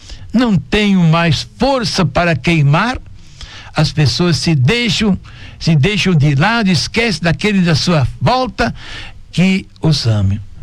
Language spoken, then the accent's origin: Portuguese; Rio Fortuna, Santa Catarina, Brazil; moved away; Em Rio Fortuna, que eu estive ontem, na minha terra natal, não tem desempregado.